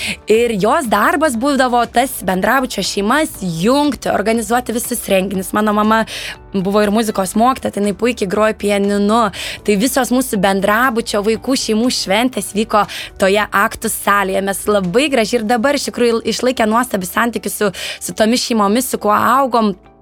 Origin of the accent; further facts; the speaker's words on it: Panevėžys, Panevėžys County, Lithuania; moved away; aš augau Staniūnų gatvėje ir aš augau tame buvusiame bendrabutyje.